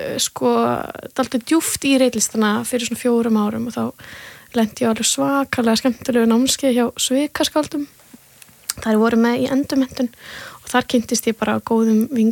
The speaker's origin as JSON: {"language": "Icelandic", "region": "South Region", "country": "Iceland", "also_born_or_lived": "Westfjords", "said": "En ég er að sunnan og fór svona með allir semingi, ég þurfti að fara heima, veist"}